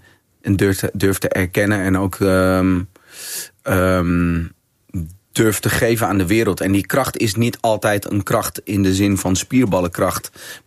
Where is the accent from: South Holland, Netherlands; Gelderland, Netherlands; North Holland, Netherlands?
North Holland, Netherlands; De Rijp; born there; ja, ik ben geboren in Noordeinde, het Rijp. Mijn vader komt van Curaçao, mijn moeder komt van Nederland.